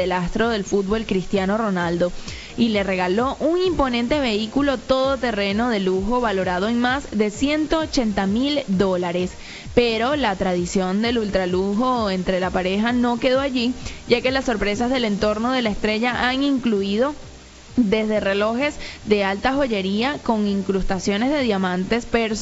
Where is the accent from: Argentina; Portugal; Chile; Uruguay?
Portugal; yo soy portuguesa también